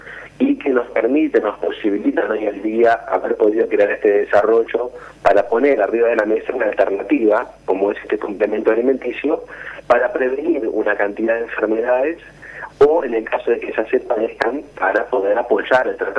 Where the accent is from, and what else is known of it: Uruguay